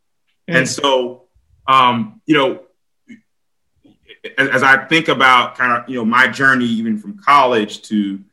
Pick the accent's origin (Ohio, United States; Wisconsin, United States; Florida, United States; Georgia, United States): Georgia, United States; Atlanta; I'm a city kid. I'm from Atlanta. And we got this thing about Atlanta and Albany.